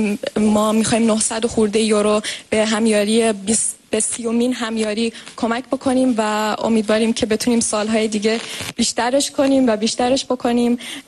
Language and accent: Persian; Germany; also born or lived in Iran; توی ایران به دنیا آمدم ولی از کشور آلمان هستم، 23 سالمه